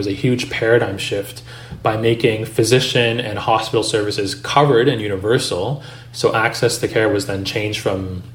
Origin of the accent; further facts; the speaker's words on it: Canada; In Canada, the physicians have the final decision on what the patient needs in terms of services